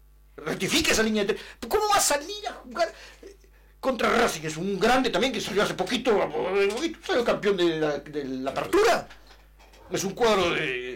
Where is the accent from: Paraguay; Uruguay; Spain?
Uruguay